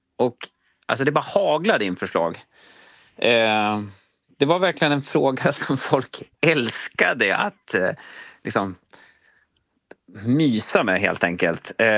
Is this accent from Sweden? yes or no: yes; Gävle, Gävleborg County, Sweden; Jag är ju själv från Gävle och jag tycker som Gävle, den är ju, det är väl en fin stad